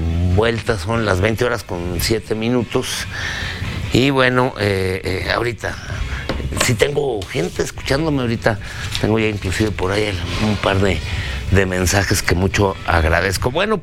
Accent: Mexico

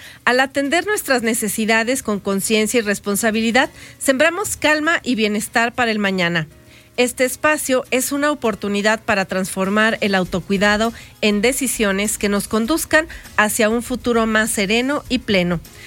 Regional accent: Mexico; muchas veces como mexicanos creo que de repente estamos en esa postergación de manera constante

